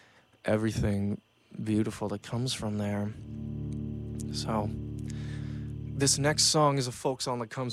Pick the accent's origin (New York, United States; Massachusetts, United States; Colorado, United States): New York, United States; Buffalo; where I grew up in Buffalo, New York.